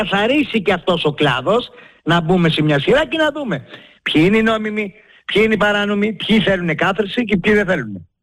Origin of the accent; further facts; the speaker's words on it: Thessaly, Greece; Θα κοιτάξω νόμιμα να μάθω για τον τόπο μου, για τη Μαγνησία.